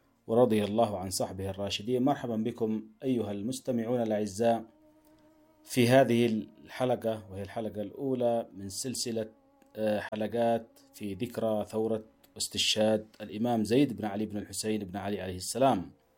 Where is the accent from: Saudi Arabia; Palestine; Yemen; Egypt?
Yemen; نحن اليوم كيمنيين